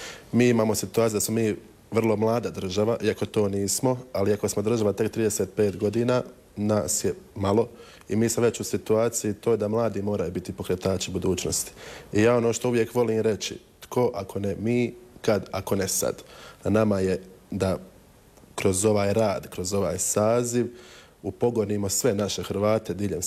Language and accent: Croatian; North Macedonia; dolazim iz Makedonije, imam 26 godina